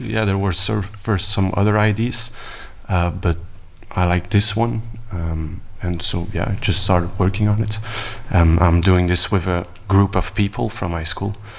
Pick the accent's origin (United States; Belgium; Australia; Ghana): Belgium; Antwerp, Flanders; English is a second language; I'm a student from Antwerp.